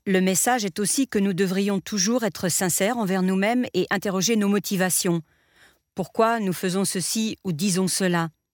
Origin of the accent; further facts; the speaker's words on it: Spain; Je ne suis pas allée dans une école de jésuites, mais j'ai grandi en Espagne, aussi un pays très ancré dans le catholicisme.